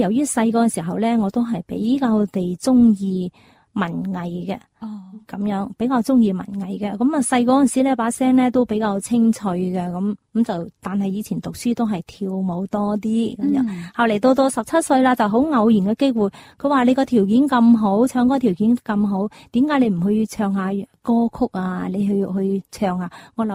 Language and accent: Cantonese; Guangzhou, Guangdong, China; 我自己身为系广州人，系广府嘅，即系饮住珠江水长大啦，